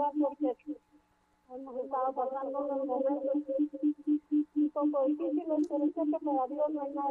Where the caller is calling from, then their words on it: Amatitlán, Guatemala Department, Guatemala; De Amatitlán